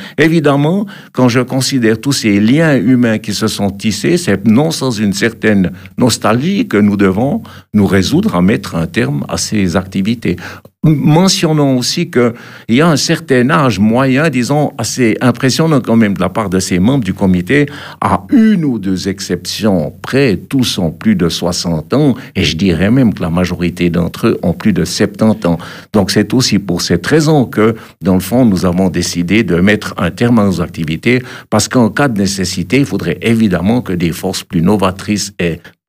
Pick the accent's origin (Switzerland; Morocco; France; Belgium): Switzerland; La Ferrière, Bern; moved away as an adult; also born or lived in Tramelan / Neuchâtel canton; now in La Neuveville, Switzerland; je suis profondément attaché au Jura bernois. Je suis né à La Ferrière, donc à l'extrême ouest de cette région. J'ai vécu au Reussy, un hameau de la commune de Tramelan. Et puis ensuite, j'ai connu un interben neuchâtelois qui a duré un quart de siècle.